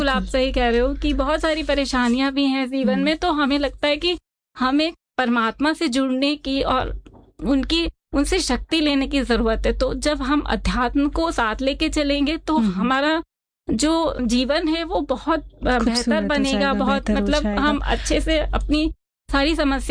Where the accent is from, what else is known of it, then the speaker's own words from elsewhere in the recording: Kanpur, Uttar Pradesh, India; और मैं basically UP Kanpur की रहने वाली हूँ.